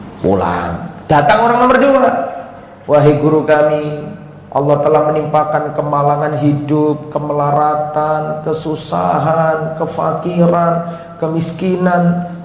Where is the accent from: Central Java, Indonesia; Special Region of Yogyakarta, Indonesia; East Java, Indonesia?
East Java, Indonesia; Lamongan